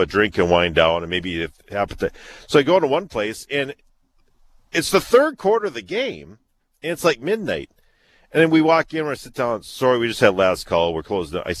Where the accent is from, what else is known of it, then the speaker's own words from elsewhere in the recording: Barnesville, Minnesota, United States; my hometown of Barnesville